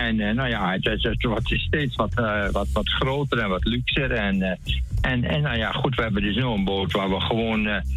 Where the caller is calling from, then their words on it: Wolvega, Friesland, Netherlands; wij komen uit Wolfenga, Friesland.